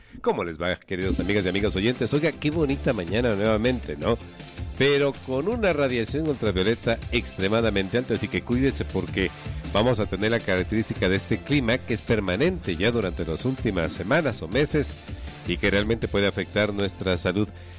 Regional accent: Quito, Pichincha, Ecuador; nosotros como quiteños y ecuatorianos

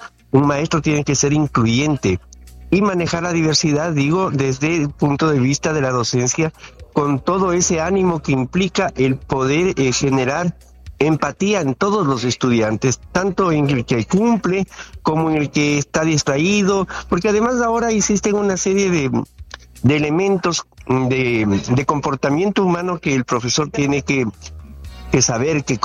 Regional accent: Ecuador; en Ecuador, yo soy de Ecuador

